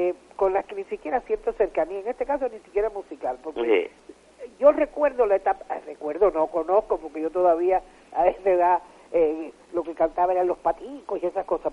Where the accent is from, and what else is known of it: Cuba